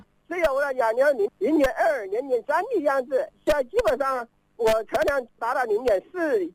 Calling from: Xiantao, Hubei, China; 我是仙桃张沟啊。

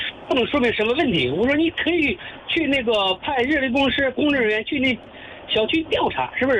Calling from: Handan, Hebei, China; 河北邯郸临潭县。

